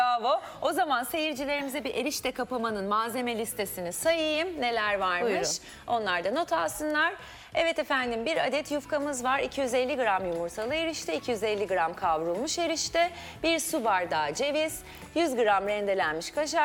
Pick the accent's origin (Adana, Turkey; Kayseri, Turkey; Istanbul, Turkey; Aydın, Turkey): Aydın, Turkey; Nazilli; Evet, ben de Nazilliliyim. Aydın Nazilli.